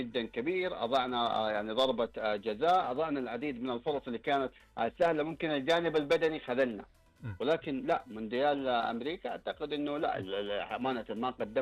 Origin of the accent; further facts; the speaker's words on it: Saudi Arabia; احنا كسعوديين